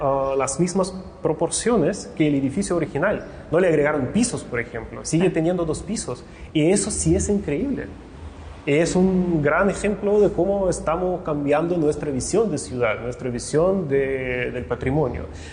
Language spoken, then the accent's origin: Spanish; Chile